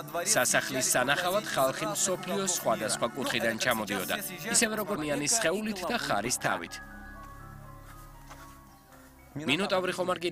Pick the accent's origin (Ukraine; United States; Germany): Ukraine; Kyiv; მეც უკრაინიდან ვარ, კიევიდან.